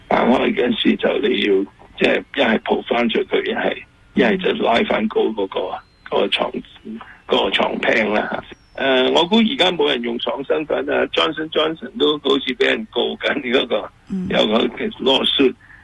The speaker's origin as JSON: {"language": "Cantonese", "country": "China", "said": "但系如果你我哋中国人好多时都唔系好大"}